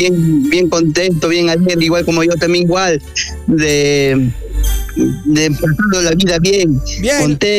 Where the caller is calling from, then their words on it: Trujillo, La Libertad, Peru; Yo soy de acá de Libertad, Trujillo, amigo